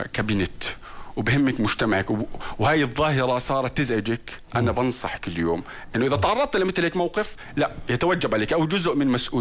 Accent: Jordan; عندنا بالأردن

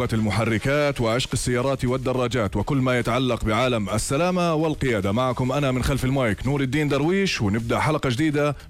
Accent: Jordan; احنا عندنا في الأردن

